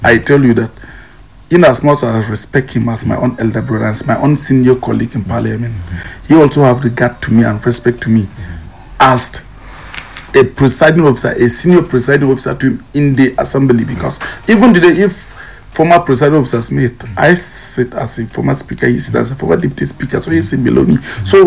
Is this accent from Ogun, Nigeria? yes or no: no; Pankshin, Plateau, Nigeria; because I'm from Pangshin